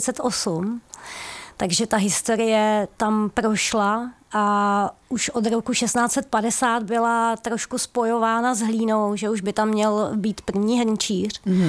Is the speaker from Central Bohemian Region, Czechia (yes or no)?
yes; Klínec, Central Bohemian Region, Czechia; moved away; Já pocházím původně z Prahy Západ, z Klínce, u Mníšku pod Brdy.